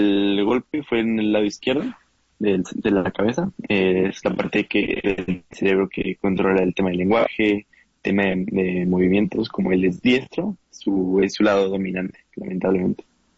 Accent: Toluca, State of Mexico, Mexico; Mira, nosotros somos de Toluca. Nosotros vinimos al primer vuelo que encontramos hacia Los Cabos.

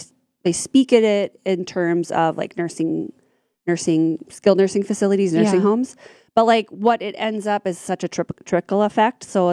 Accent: Ada, Minnesota, United States; my mom was from Perm and we grew up in Ada

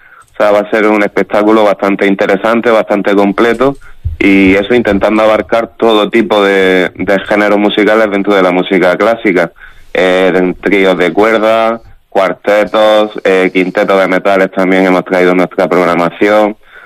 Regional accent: Almería, Andalusia, Spain; moved away as an adult; now in Melilla, Spain; yo no soy de Melilla, soy de Almería, llevo aquí en Melilla 11 años.

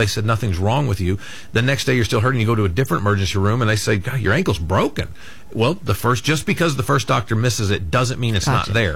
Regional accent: Burns Flat, Oklahoma, United States; Elk City, my part of the country. I'm from Burns Flat.

